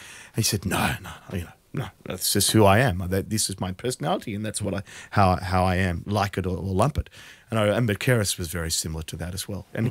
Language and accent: English; Australia; Are you American? I said, no. And he said, are you English? I said, no, I'm Australian. He said, ah, you're Australian.